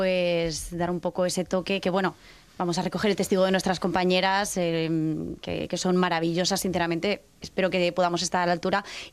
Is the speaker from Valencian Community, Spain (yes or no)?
yes; Alicante, Valencian Community, Spain; yo, por ejemplo, soy de Alicante. Mi casa está a 700 kilómetros